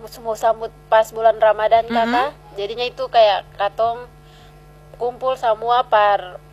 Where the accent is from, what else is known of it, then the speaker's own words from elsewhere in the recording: Indonesia; Dari kampung Telaga Nipa.